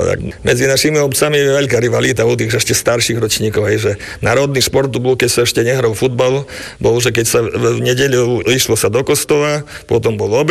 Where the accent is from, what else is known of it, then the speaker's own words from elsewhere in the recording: Čierne, Žilina Region, Slovakia; moved away as an adult; Pochádzam zo susednej obce z Čierneho.